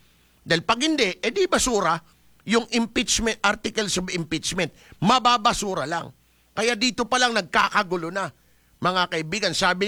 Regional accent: Mimaropa, Philippines; Kasi ito, bilang Palawenyo

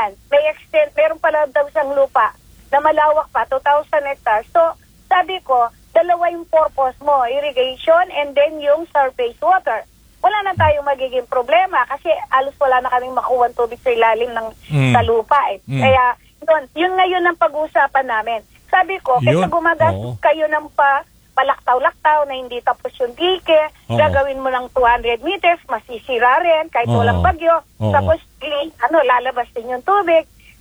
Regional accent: Central Luzon, Philippines; Ang probinsya ko lang ang sinasabi ko, sigilan na yung flood control.

